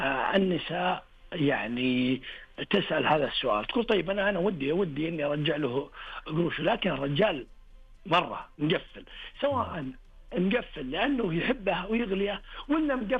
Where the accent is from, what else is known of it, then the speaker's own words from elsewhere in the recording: Saudi Arabia; الآن احنا كعوائل الحمد لله عرب ومسلمين وسعوديين،